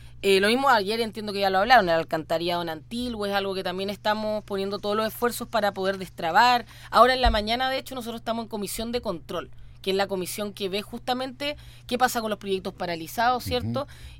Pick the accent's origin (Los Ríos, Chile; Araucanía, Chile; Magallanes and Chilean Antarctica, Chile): Los Ríos, Chile; Valdivia; para los que vivimos en regiones. Yo soy de Valdivia, pero mis abuelos de hecho eran de acá de Los Lagos hace años y se fueron a Valdivia, migraron, mis papás también.